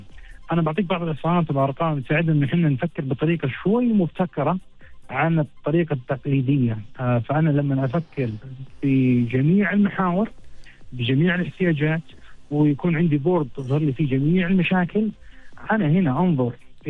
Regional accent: Mecca, Makkah Province, Saudi Arabia; مدينتي مكة المكرمة بلد المنشأ

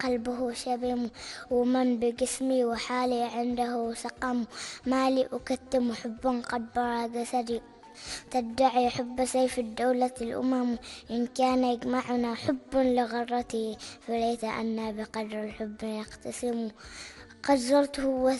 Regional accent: Oman; لانهم من بلدي عمان الحبيبه

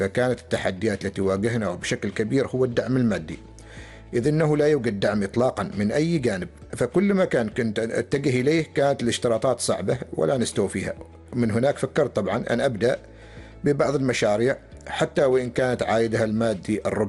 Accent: Oman; نحن كعمانيين شابين وشابات

